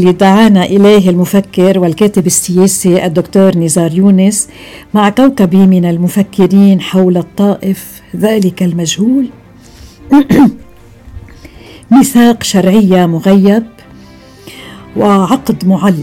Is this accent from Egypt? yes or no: no; Lebanon; نتساءل كلبنانيين